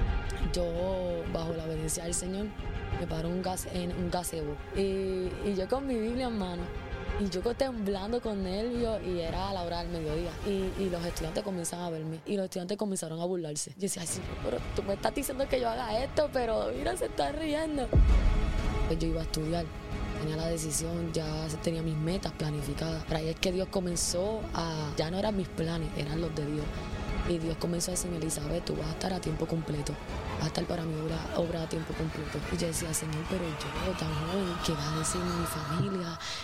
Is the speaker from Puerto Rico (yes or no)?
yes; Bayamón, Puerto Rico; Yo soy nacida y he crecido toda mi vida en el pueblo de Bayamón